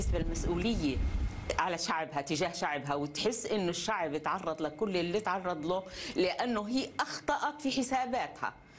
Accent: Palestine

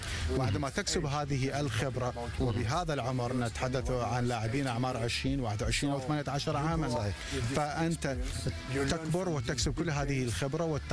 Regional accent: Morocco; أنا خاصة كمغربي، أنا أعشق بلادي

